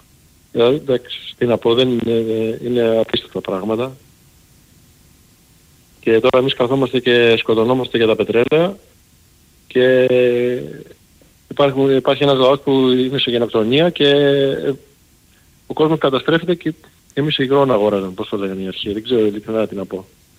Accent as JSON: {"language": "Greek", "town": "Patras", "region": "Western Greece", "country": "Greece", "lives_now": "Chicago, United States", "said": "Έτυχε πέρυσι και ήμουν στην Ελλάδα, ήμουν στο χωριό μου στην Πάτρα, την περίοδο που κάει και η Πάτρα."}